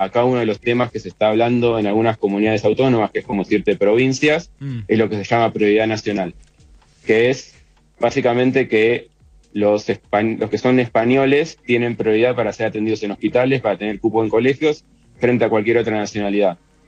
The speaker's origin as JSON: {"language": "Spanish", "country": "Argentina", "moved": "yes", "lives_now": "Spain", "said": "Y uno, imagínate por qué me fui a finales de 2023 de Argentina y lo que está pasando acá."}